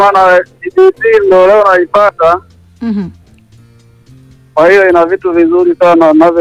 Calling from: Kiteto District, Manyara, Tanzania; Nipo mkoa wa Manyara, wilaya ya Kiteto.

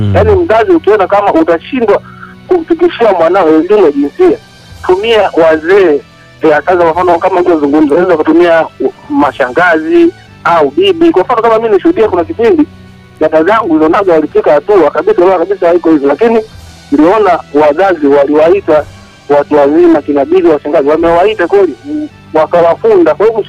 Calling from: Kilosa, Morogoro, Tanzania; Nafanya vema sana kutoka pande za Magu Bike, Kilosa, Morogoro, Tanzania.

